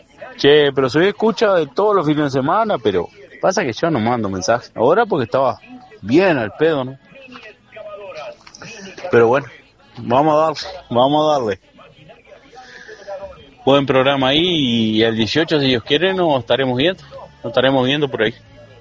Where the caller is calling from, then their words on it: Durazno, Uruguay; Yo soy de Durazno. Soy de Durazno.